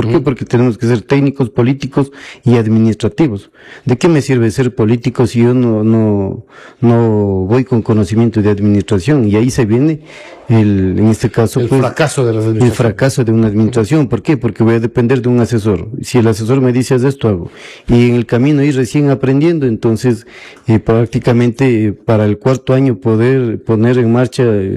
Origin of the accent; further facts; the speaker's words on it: Bolívar, Ecuador; venimos de la comunidad de Pongo Urco y por hoy también pertenezco a la comunidad de Vinchoa Grande.